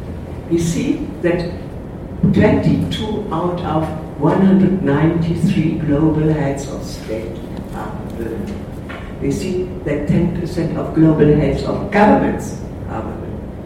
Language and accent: English; Hamburg, Germany; in my hometown, in Germany, in Hamburg